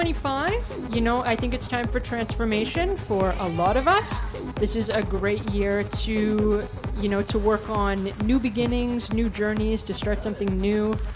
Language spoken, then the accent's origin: English; Canada; And like, me being Canadian, we can't club at that young an age.